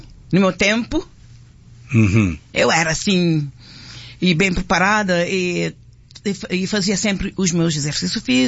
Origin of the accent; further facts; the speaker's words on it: Praia, Santiago, Cape Verde; moved away as an adult; also born or lived in Fogo Island, Cape Verde; now in East Providence area, United States; Eu sou natural da Ilha do Fogo, Nossa Senhora da Conceição. Cresci na praia, Ilha de Santiago, Cabo Verde. E agora vivo aqui há 11 anos.